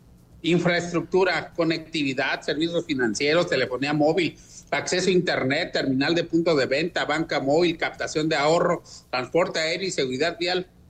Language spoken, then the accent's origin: Spanish; Querétaro, Mexico; como somos los queretanos